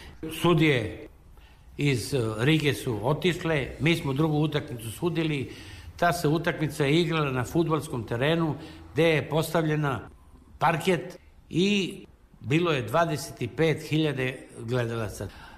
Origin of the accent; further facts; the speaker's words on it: Vlasotince, Southern and Eastern Serbia, Serbia; pošto sam ja rodom iz Vlasotice i on je Vlasotinčanin.